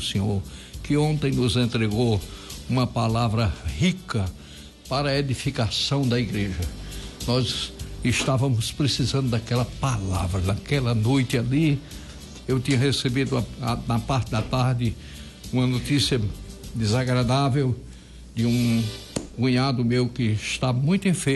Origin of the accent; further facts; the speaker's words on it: Alexandria, Rio Grande do Norte, Brazil; now in Natal, Brazil; bem pertinho de minha terra, de Alexandria, né?